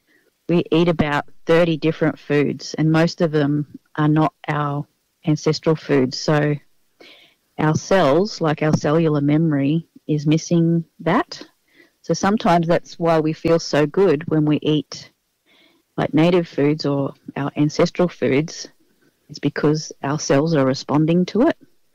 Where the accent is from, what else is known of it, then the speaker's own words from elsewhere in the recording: Cairns, Queensland, Australia; I grew up in Cairns, and the reef and the islands were really a big part of our lifestyle.